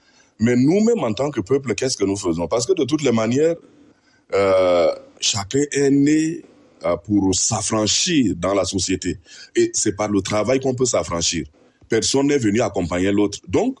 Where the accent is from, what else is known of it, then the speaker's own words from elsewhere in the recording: Doba, Logone Oriental, Chad; now in N'Djamena, Chad; si je veux aller chez moi à Doba